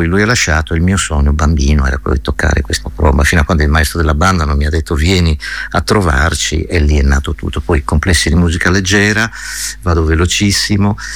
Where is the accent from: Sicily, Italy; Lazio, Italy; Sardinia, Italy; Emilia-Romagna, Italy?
Sardinia, Italy; Berchidda; Ma intanto io vengo dalla Sardegna, ma insomma ormai questo è risaputo, da un piccolo paesino che si chiama Berchidda, provincia di Sassari, al confine tra il Logudoro e la Gallura, figlio di pastori e di contadini